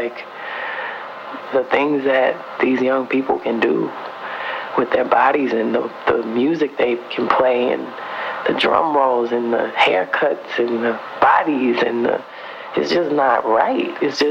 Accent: Houston, Texas, United States; I grew up in Houston, Texas

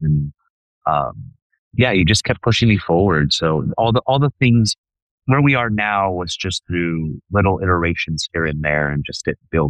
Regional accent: Phoenix, Arizona, United States; born there; moved away as an adult; also born or lived in El Paso, Texas; now in Austin, United States; Born and raised in El Paso, but I was essentially growing up in Phoenix.

